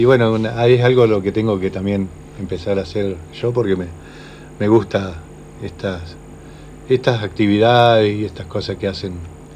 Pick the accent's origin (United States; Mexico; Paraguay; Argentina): Argentina; Caleufú; born there; Yo vengo del campo. Nací en Caleufu, lo he dicho muchas veces, con mucha honra.